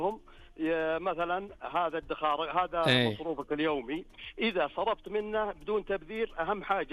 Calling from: Sarat Abidah, Asir, Saudi Arabia; أنا من سرات عبيدة

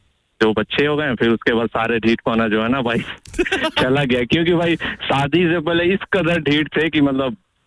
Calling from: Siwan, Bihar, India; मैं वैसे बिहार से बिलोंग करता हूँ भाई।

